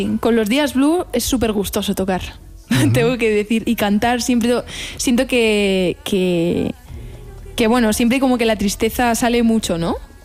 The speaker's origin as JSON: {"language": "Spanish", "town": "Madrid", "region": "Community of Madrid", "country": "Spain", "tie": "born or raised there", "said": "yo soy madrileña de toda la vida."}